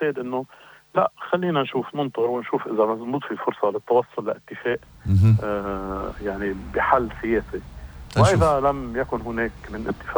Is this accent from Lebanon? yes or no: yes; Lebanon; نحن كمان كلبنانيين